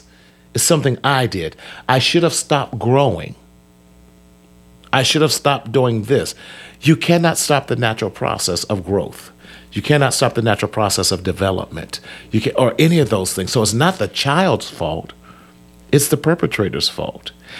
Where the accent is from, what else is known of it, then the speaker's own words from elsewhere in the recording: Bible Belt, United States; You know, we grew up in the Bible Belt.